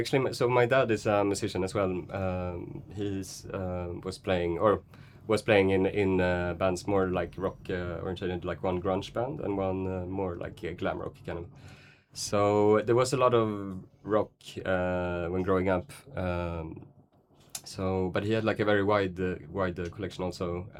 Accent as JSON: {"language": "English", "town": "Stockholm", "region": "Stockholm County", "country": "Sweden", "tie": "born or raised there", "said": "in Stockholm. Yeah, suburban Stockholm."}